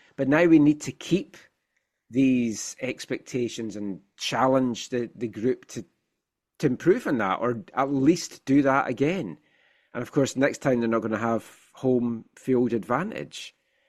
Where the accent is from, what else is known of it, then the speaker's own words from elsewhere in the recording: Scotland, United Kingdom; I think being Scottish, the Scotland-Haiti game just pushes it over.